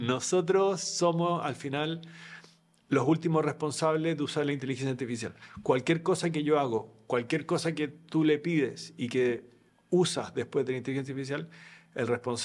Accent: Chile; accent: Chilean; estoy hablando como chileno

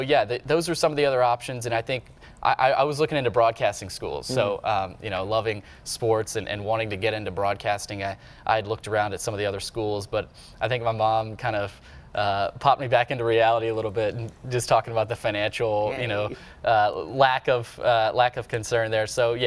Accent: Nashville, Tennessee, United States; moved away as an adult; now in Ave Maria, United States; I'm originally from Nashville, and you know, you're probably surprised to see me down here.

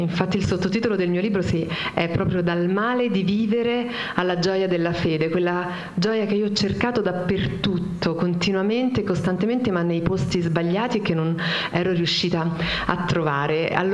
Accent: Salerno, Campania, Italy; born there; Sono nata nel 1972 a Salerno da una famiglia cattolica che mi ha fatto battezzare

